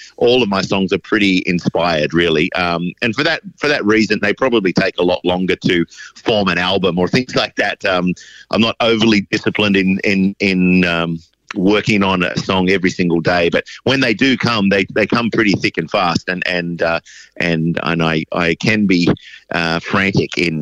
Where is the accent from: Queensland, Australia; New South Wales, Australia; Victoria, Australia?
New South Wales, Australia; Wagga Wagga; I'm from Wagga. That's my hometown. I grew up in that beautiful city.